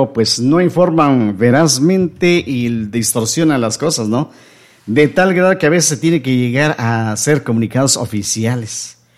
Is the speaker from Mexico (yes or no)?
yes; Mexico